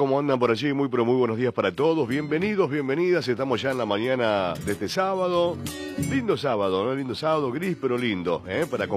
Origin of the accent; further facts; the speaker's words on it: Argentina; Cada lugarcito que tenemos en nuestro querido país, nuestra bendita Argentina